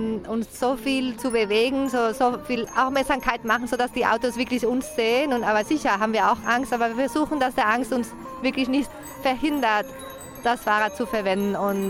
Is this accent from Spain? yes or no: yes; Spain; German is a second language; moved away as an adult; also born or lived in Scotland; now in Graz, Austria; Wir sind eigentlich aus Spanien und wir sind zuerst nach Schottland 4 Jahre und dann, obwohl es dort sehr schön war, viele schöne Sachen, wir wollten zurück ins Kontinent kommen